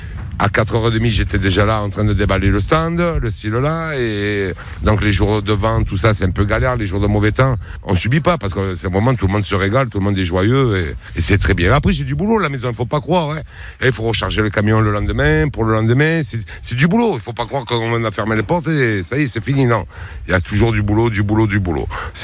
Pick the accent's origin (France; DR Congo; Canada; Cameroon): France; La Seyne-sur-Mer, Provence-Alpes-Côte d'Azur; also born or lived in Toulon; Ouais, je suis né à Toulon et j'ai grandi à la Seyne-sur-Mer avec mes parents.